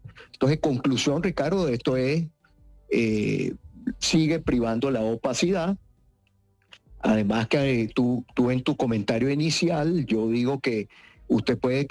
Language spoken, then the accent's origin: Spanish; Venezuela